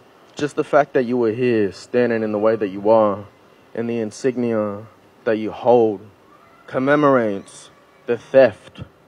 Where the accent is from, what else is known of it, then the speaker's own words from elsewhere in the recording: New South Wales, Australia; I don't recognize Australia. I'm not Australian. I'm Gomeroi. I'm Dungari. Yeah. I'm Binsbury. Me. I'm mob.